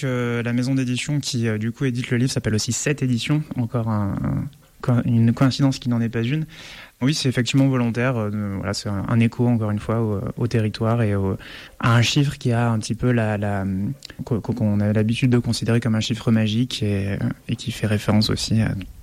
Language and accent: French; Auvergne-Rhône-Alpes, France; moved away as an adult; je suis né en Ardèche, j'ai grandi ici, j'ai vécu une dizaine d'années ailleurs, et puis je suis revenu re-habiter en Ardèche, donc c'est un territoire que j'aime énormément.